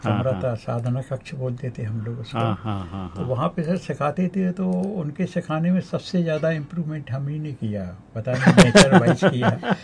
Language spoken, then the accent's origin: Hindi; Tikamgarh, Madhya Pradesh, India; हमारे परिवार में हम लोग चार भाई चार बहन हैं, और 40 आदमी सर हमारे एक ही घर में रहते थे। अच्छा। और सर एक चूल्हे पे खाना बनता था, ये मिसाल था टीकमगढ़ का